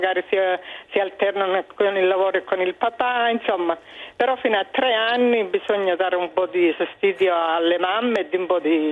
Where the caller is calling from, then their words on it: Frankfurt, Hesse, Germany; io chiamo da Francoforte in Germania.